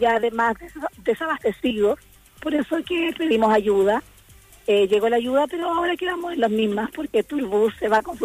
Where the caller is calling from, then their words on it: Copiapó, Atacama, Chile; yo soy de Copiapó.